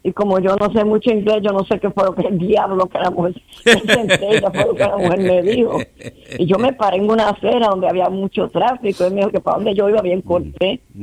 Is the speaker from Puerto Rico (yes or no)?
yes; Yabucoa, Puerto Rico; born there; also born or lived in Massachusetts, United States; now in St. Croix, US Virgin Islands; Nací en Yabucoa.